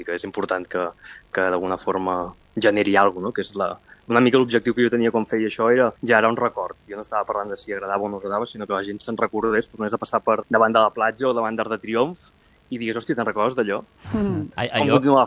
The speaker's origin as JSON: {"language": "Catalan", "town": "Mataró", "region": "Catalonia", "country": "Spain", "tie": "born or raised there", "said": "i jo que sóc de Mataró i he mamat pirotècnia des de ben petit"}